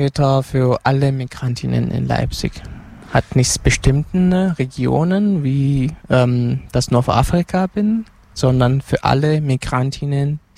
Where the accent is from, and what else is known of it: Senegal; born or raised there; German is a second language; now in Germany